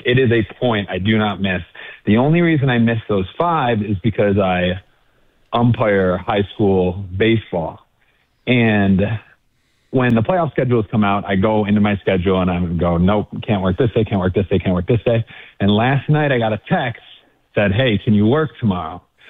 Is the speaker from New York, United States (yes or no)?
yes; Buffalo, New York, United States; moved away as an adult; now in San Diego, United States; I grew up in Buffalo. Yeah, just moved here about 4 years ago.